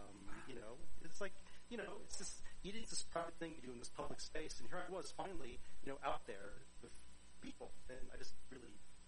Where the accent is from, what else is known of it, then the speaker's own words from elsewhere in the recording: Charleston, West Virginia, United States; You know, I grew up in Charleston, West Virginia, and we lived in the suburbs.